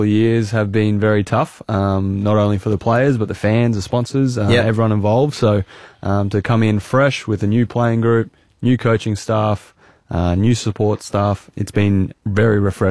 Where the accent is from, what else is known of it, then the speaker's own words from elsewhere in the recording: Townsville, Queensland, Australia; now in Brisbane, Australia; And I think for me growing up in Townsville